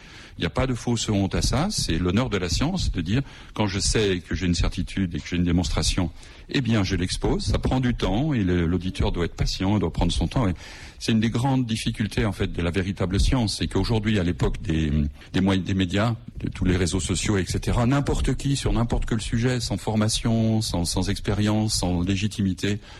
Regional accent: Lyon, Auvergne-Rhône-Alpes, France

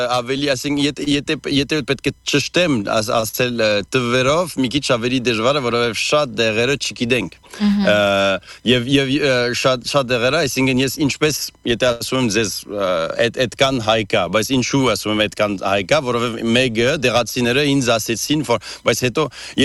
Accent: France; ես ֆրանսահայ եմ

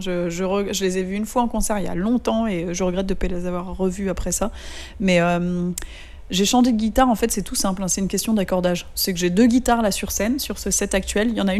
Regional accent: Paris, Île-de-France, France; mon père est anglais, ma mère est française et je suis née à Paris, j'ai toujours vécu en France.

